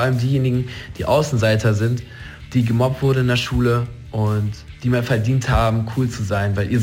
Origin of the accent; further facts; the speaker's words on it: Dortmund, North Rhine-Westphalia, Germany; born there; now in Hamburg, Germany; ich bin 22 Jahre alt, komme gebürtig aus Dortmund, wohne jetzt mittlerweile in Hamburg